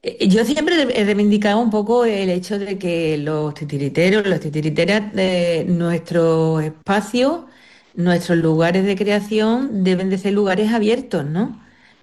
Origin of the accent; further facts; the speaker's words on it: Jerez de la Frontera, Andalusia, Spain; somos de Jerez